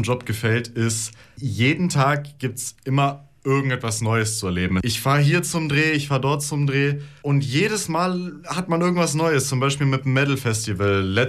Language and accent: German; Baden-Württemberg, Germany; now in Saxony, Germany; Also ursprünglich komme ich nicht mal aus der Lausitz. Ursprünglich bin ich aus dem wunderschönen Schwabenländle in der Nähe von Ulm. Aber ich wohne in Sachsen jetzt schon seit etwa 7 Jahren.